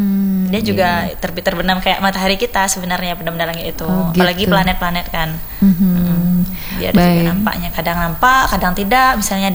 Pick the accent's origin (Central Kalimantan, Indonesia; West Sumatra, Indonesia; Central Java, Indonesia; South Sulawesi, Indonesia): West Sumatra, Indonesia; Pariaman; now in Padang, Indonesia; Tapi kalau di kampung saya, kita tuh bisa lihat bintang di Pariaman, Kak. Pariaman bagian pelosok. Nah, Pariaman Coret gitu kan. Ya, Pariaman Coretnya itulah.